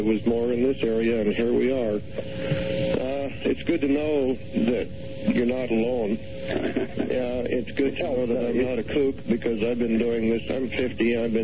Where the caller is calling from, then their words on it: Spokane, Washington, United States; in Spokane